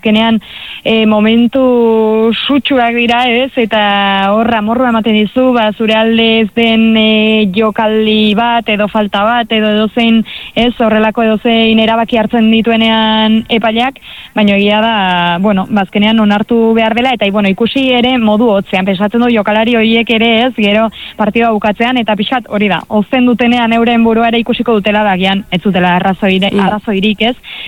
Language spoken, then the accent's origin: Basque; Lesaka, Navarre, Spain; nire herrian, Lesakan